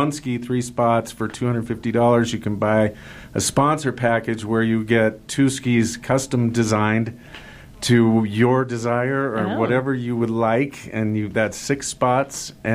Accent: Salt Lake City, Utah, United States; also born or lived in Park City, Utah; I kind of grew up here. I grew up in Salt Lake, but my parents loved Park City, so spent a lot of my youth up here in Park City.

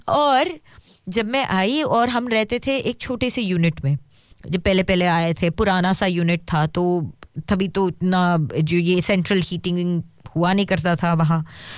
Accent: Mumbai, Maharashtra, India; moved away; कि भाई मैं तो बॉम्बे में पली बड़ी हूँ, इतनी आवाज़ में पली बड़ी हूँ.

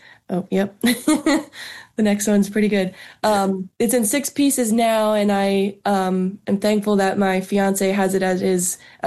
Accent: Pennsylvania, United States; I grew up in the Philly suburbs. So always been a Phillies fan.

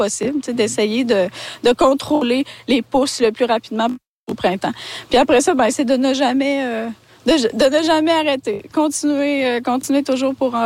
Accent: Lévis, Quebec, Canada; Je suis originaire de Lévis, plus du coin de Saint-Nicolas.

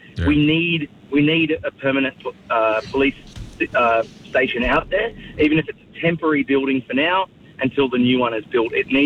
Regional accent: Gold Coast, Queensland, Australia; moved away; I grew up on the Gold Coast.

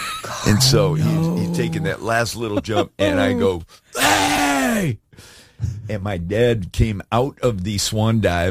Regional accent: Alaska, United States; also born or lived in Tempe; And we had this great pool. So, and we needed it because we're from Alaska.

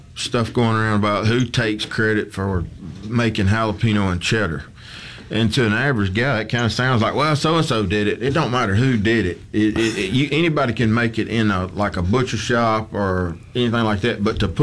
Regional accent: Star, Mississippi, United States; I come from Star, Mississippi.

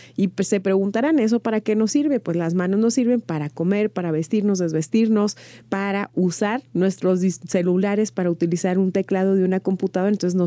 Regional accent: Mexico; como mexicanas y mexicanos

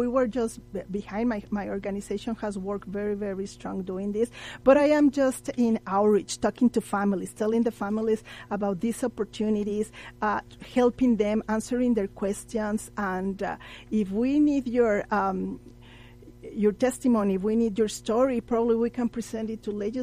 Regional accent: El Paso, Texas, United States; Since I am from El Paso

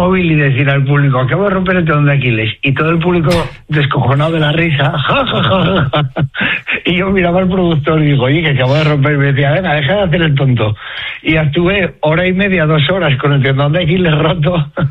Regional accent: Asturias, Spain

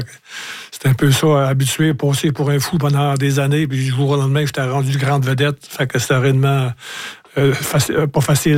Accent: Montreal, Quebec, Canada; Fait que 4 ans après, vu que c'était chez nous à Montréal, je tenais beaucoup à être présent à cette compétition.

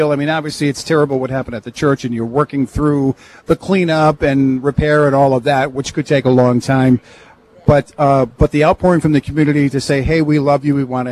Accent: Rhode Island, United States; I grew up in Rhode Island

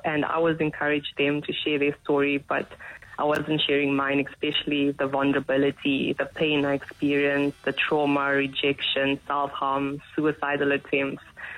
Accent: South Africa; also born or lived in Thailand; I was then fostered by my mother, Vanessa's best friend, and brought to South Africa and raised here.

